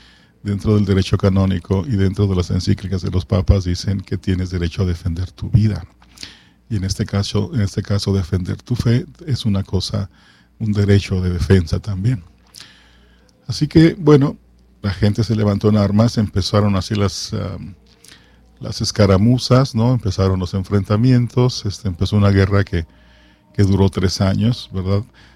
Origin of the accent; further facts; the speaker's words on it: Guadalajara, Jalisco, Mexico; now in California, United States; Ahí en Guadalajara, de donde yo soy